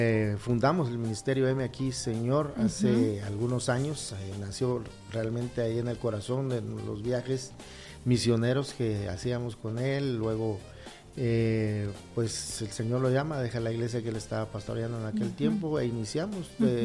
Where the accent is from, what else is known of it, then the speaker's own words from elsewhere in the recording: San Mateo Ixtatán, Huehuetenango, Guatemala; born there; also born or lived in Cuilapa; Yo nací en San Mateo, Ixtatán, Huehuetenango. Ahí nací.